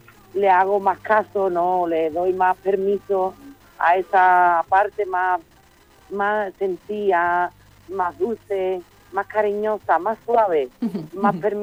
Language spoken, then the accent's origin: Spanish; Sanlúcar de Barrameda, Andalusia, Spain; Yo vengo de la tradición, soy de Sanlúcar de Barrameda, me rodea mucho arte